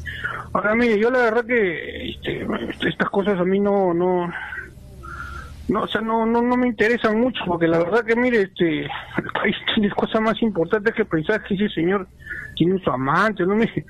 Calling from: Lima, Peru; Acá, de Lima.

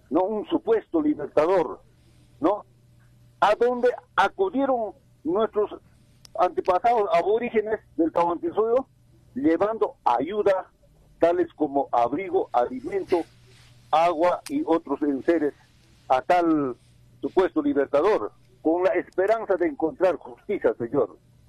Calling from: Sandia, Puno, Peru; Hoy día había acá en mi tierra corte de luz

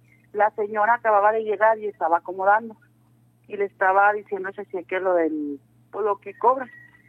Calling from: Camargo, Mexico

